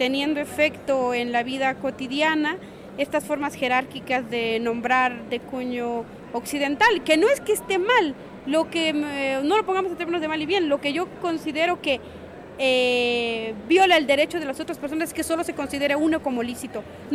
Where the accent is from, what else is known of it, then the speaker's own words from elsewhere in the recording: Guatemala; yo soy guatemalteca, no soy mexicana